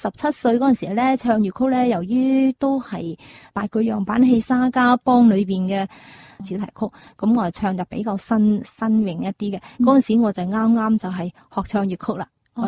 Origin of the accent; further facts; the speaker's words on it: Guangzhou, Guangdong, China; 我自己身为系广州人，系广府嘅，即系饮住珠江水长大啦，我觉得广州文化呢真系好有韵味嘅。